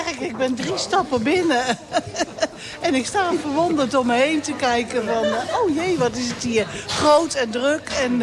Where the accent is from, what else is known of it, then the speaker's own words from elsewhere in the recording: Apeldoorn, Gelderland, Netherlands; Ik kom uit Apeldoorn, de Koot.